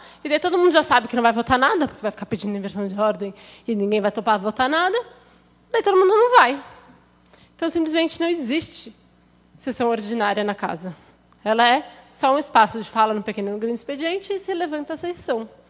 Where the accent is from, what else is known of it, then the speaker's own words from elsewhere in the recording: Limeira, São Paulo, Brazil; porque hoje é aniversário de Limeira e eu sou de Limeira.